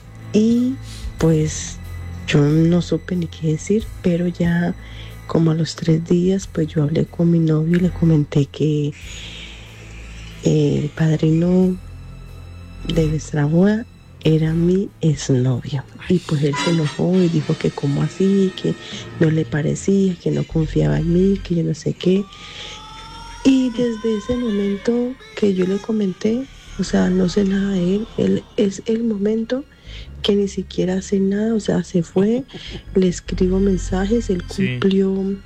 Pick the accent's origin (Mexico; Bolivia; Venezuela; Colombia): Colombia; now in Spain